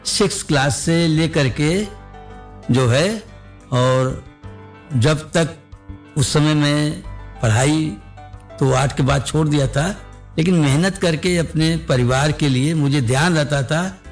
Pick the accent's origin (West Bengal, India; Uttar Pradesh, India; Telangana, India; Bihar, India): Uttar Pradesh, India; Mehnagar; वैसे मैं मूलतः आजमगढ़ जनपद के मेहनगर बाजार का रहने वाला था